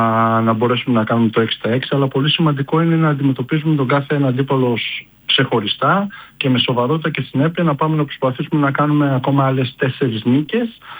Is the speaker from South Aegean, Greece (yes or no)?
no; Larissa, Thessaly, Greece; Εγώ ξέρω ότι είμαι από Λάρισα, οπότε ξέρω ότι είναι μια πόλη που αγαπάει το βόλιο